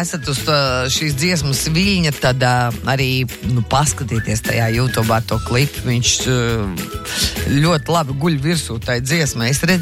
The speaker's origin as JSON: {"language": "Latvian", "region": "Jūrmala", "country": "Latvia", "said": "Nē, es saku čīkst, tāpēc, ka es no Jūrmalas, un Jūrmalā tā vasara atnāk un bišķi lēnāk."}